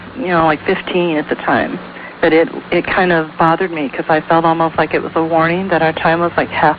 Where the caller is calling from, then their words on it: Tacoma, Washington, United States; Okay, I'm calling from Tacoma, Washington.